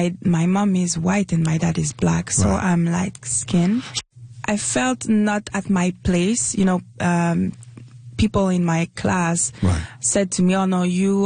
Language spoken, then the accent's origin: English; Sherbrooke, Quebec, Canada; born there; So I was born in Sherbrooke.